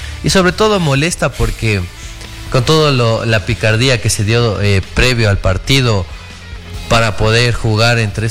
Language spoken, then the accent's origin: Spanish; Ecuador; Como hincha, como ciudadano ecuatoriano que soy, que somos